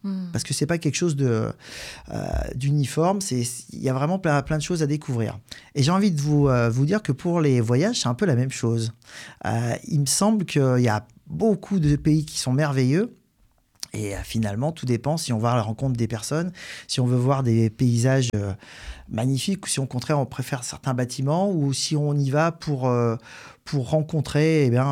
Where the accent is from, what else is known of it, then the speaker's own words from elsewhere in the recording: Gannat, Auvergne-Rhône-Alpes, France; moi, j'ai grandi à Ghana.